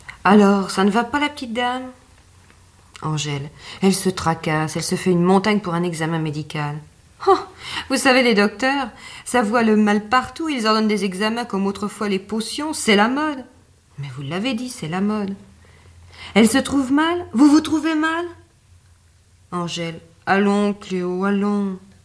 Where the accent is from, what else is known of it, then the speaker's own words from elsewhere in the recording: Occitanie, France; Je vais vous raconter une histoire vraie de mon village. Je suis des Causses, moi.